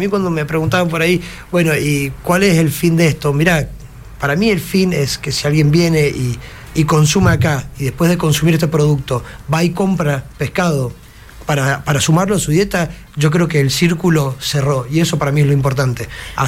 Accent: Argentina

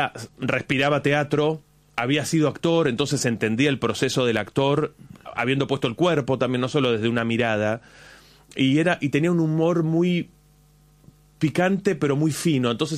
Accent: Buenos Aires, Argentina; yo soy de Floresta, mi origen es Floresta, y a los 12 años empecé a estudiar en un centro cultural en Flores

